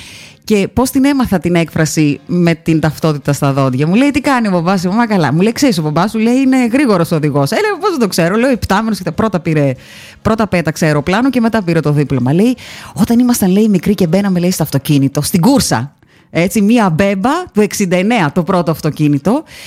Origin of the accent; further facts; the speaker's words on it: Karditsa, Thessaly, Greece; από τα μέρη μου, από την Καρδίτσα